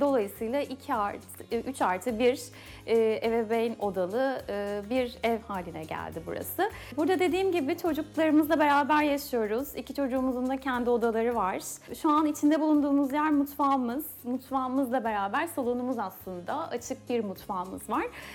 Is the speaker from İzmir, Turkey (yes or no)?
yes; İzmir, Turkey; moved away as an adult; now in Istanbul, Turkey; İzmirliyim. Burası Uskumruköy. Uskumruköy'de bahçeli bir sitedeyiz şu anda.